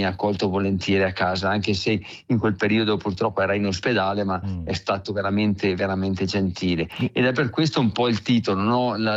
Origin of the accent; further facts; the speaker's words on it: Trentino-Alto Adige, Italy; il Trentino è la mia terra